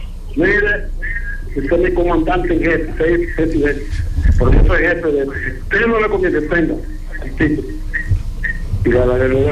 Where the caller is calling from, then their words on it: La Vega, Dominican Republic; Desde La Vega, de una comunidad de La Vega.